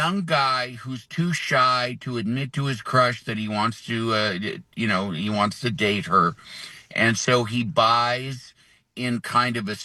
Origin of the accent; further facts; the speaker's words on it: Illinois, United States; And I I grew up outside of Chicago, and I went to film school.